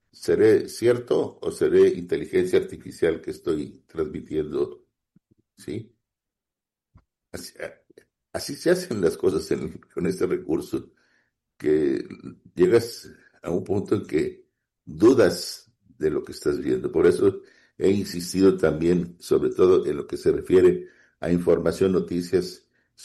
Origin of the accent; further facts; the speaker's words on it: Mexico; los que somos mexicanos